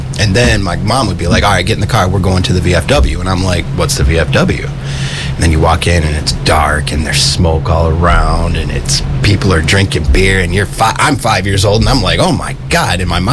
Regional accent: Minneapolis, Minnesota, United States; now in St. Paul, United States; Northside, Minneapolis.

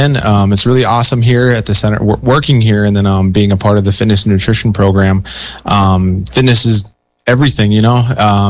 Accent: Pine Ridge, South Dakota, United States; And again here, or I'm Ihonkdawan from South Dakota and Oglala from Pine Ridge.

